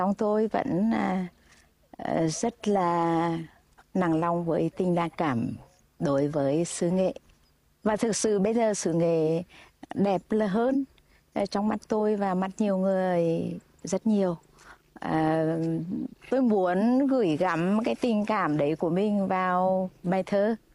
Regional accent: Nghệ An, Vietnam; moved away; Tôi sinh ra và lớn lên ở xứ Nghệ, và bây giờ thì đã vần thời gian tôi xa quê.

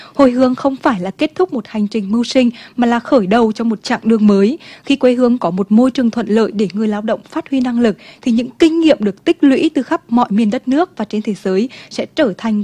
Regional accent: Nghệ An, Vietnam; moved away as an adult; cái thời điểm mà … được trở về quê hương và làm việc tại cơ quan Đài Phát thanh Truyền hình Nghệ An, tên gọi cũ đấy ạ

